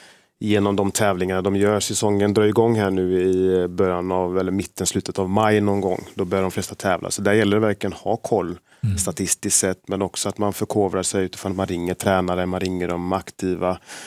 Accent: Gothenburg, Västra Götaland County, Sweden; i Angered där jag växte upp

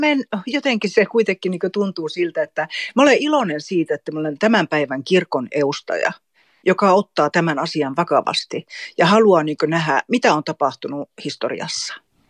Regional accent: Kolari, Lapland, Finland; now in Kaunisvaara, Sweden; Mä olen Tornionlaaksosta. Mulla on juuria Suomen ja Ruotin puolella. Itse olen kasunut sitten niin Suomen puolella Tornionlaaksossa Kolarissa. Ja tällä hetkellä mä asun Kaunisvaarassa. Se on täällä Ruotin puolella sitten, Pajalan kunnassa.

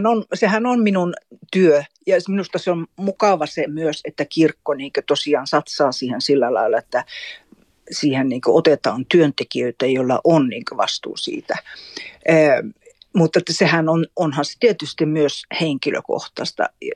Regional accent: Kolari, Lapland, Finland; born or raised there; now in Kaunisvaara, Sweden

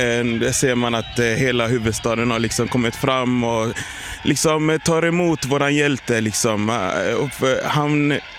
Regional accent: Somalia; Som somalier blir jag både ledsen och besviken över det som hände Omar Artan.

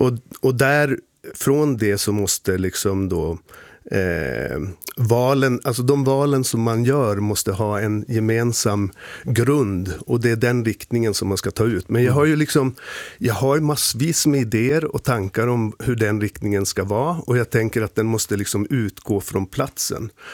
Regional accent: Kalix, Norrbotten County, Sweden; moved away; Jag kommer ju norrifrån. Jag kommer från Norrbotten själv, från Kalix.

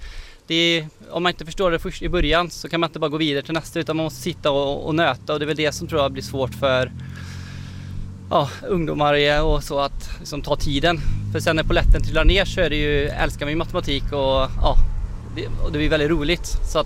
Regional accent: Vänersborg, Västra Götaland County, Sweden; jag kommer uppvuxen i Vänersborg, så jag vill bidra tillbaka till där jag kommer ifrån.

